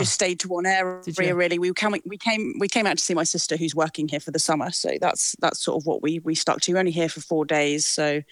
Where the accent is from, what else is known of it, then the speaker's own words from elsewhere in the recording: London, United Kingdom; We're from London, but I work in Portsmouth.